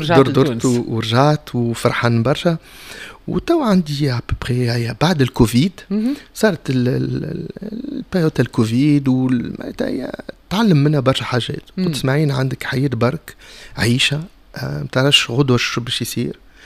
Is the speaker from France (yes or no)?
yes; France; Arabic is a second language; now in Tunisia; واميني كنت مولود في فرنسا, عشت في فرنسا, تو عندي برسك 20 سنين نعيش في تونس. وعلاش التونسي متاعي مكسر؟